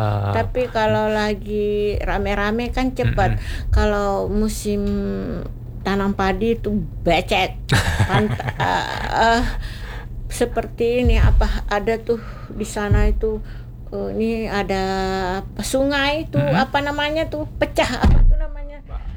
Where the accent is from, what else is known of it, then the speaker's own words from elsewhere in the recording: South Sulawesi, Indonesia; moved away; orang kita Bugis itu seperti itu juga, macam perantau seperti saya. sudah pergi dari kampung